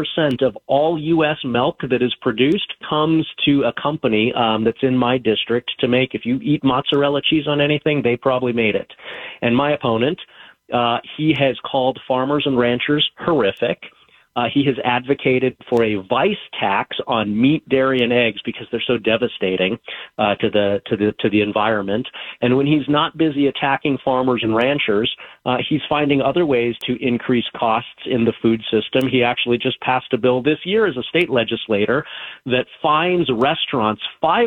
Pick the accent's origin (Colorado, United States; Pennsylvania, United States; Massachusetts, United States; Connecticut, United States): Colorado, United States; I was born and raised in Colorado, so I grew up hearing that song.